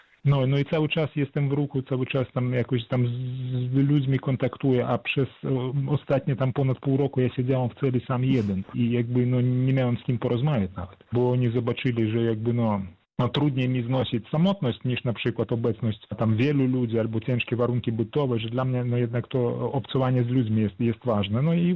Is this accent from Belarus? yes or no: yes; Grodno Region, Belarus; moved away; Jestem Polakiem z Nadniemna, tam jest moja ojczyzna, moja grodzieńszczyzna, no tam są groby moich przodków